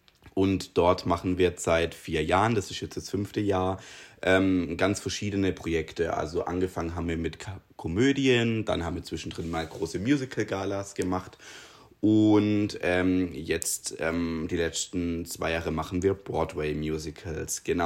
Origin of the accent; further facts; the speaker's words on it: Triberg, Baden-Württemberg, Germany; in Triberg, in meiner Heimatstadt, die ja tatsächlich überregional bekannt waren